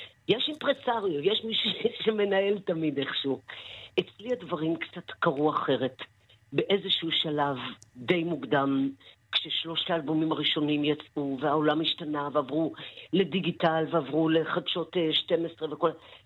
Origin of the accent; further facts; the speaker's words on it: Northern District, Israel; born there; אני ילידת קיבוץ בית אלפא, עשירי לשישי 61.